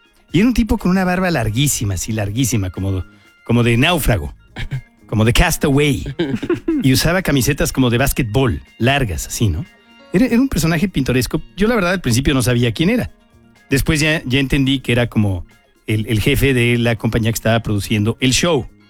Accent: Tijuana, Baja California, Mexico; now in Mexico City, Mexico; porque crecí en Tijuana.

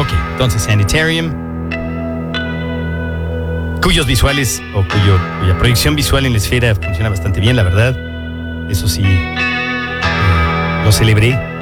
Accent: Mexico

